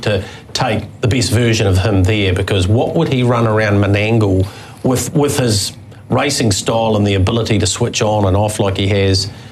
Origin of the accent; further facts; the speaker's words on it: New Zealand; as a Kiwi